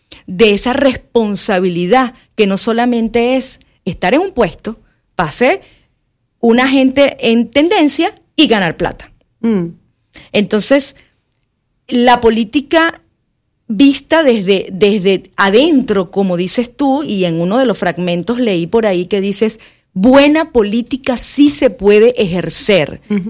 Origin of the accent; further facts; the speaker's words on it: Venezuela; Yo soy venezolana.